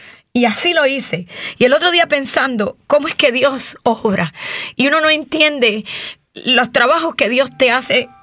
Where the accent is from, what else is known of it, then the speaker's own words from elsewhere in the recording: Cuba; moved away; Yo soy cubana, pero me quedé sin papá cuando tenía 10 años.